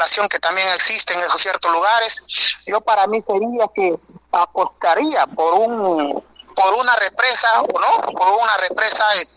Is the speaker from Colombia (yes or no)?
no; Jayanca, Lambayeque, Peru; en mi pueblo de Jayanca